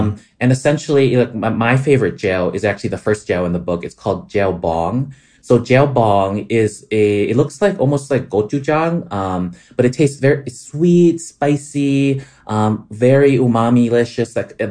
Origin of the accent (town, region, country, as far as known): Wisconsin, United States; born or raised there